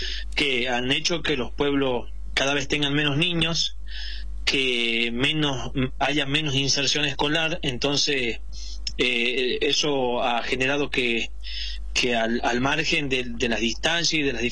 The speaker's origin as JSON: {"language": "Spanish", "town": "Los Chañares", "region": "Tucumán", "country": "Argentina", "tie": "born or raised there", "said": "En el caso mío tuve el honor de nacer en una casa de campo en los Chañares, distante a 40 kilómetros de la ciudad. Nací a las 2:30 de la mañana."}